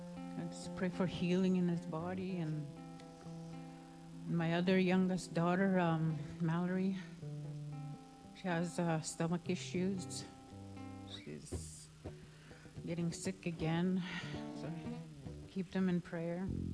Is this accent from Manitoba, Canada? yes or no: yes; Manitoba, Canada; born there; now in Hollow Water, Canada; I was born in Barron's River, but I live in Hollow Water now